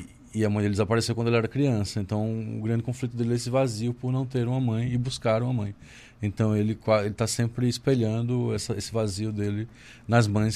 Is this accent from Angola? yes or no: no; Arapiraca, Alagoas, Brazil; Eu nasci e cresci em Arapiraca.